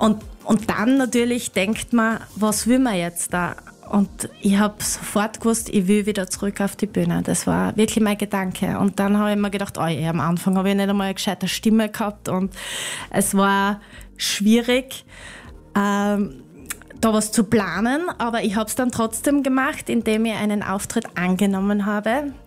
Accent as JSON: {"language": "German", "town": "Semriach", "region": "Styria", "country": "Austria", "said": "Ich komme aus Semriach. Das ist 30 Kilometer nördlich von Graz."}